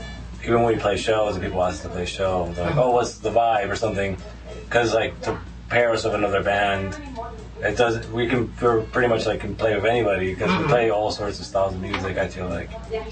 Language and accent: English; Dominican Republic; I'm Dominican as well. We grew up in like in the same country, I mean, but different parts of the city. So I lived in the city most of my life.